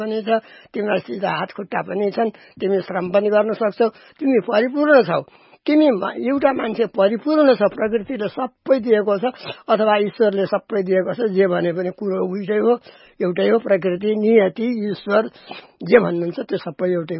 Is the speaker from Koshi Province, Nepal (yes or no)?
no; Dang, Lumbini Province, Nepal; म यही धुलोमा हुर्केँ, यही दाङकोहरूमा दाङकै माटोमा जन्मे